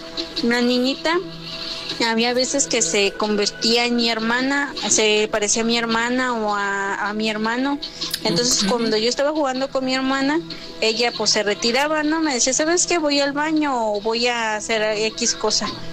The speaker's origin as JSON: {"language": "Spanish", "town": "Celaya", "region": "Guanajuato", "country": "Mexico", "tie": "born or raised there", "said": "Yo soy originaria de Celaya, Guanajuato. Cuando era una niña, tendría como 8 años, yo vivía antes en la casa de mi abuelita"}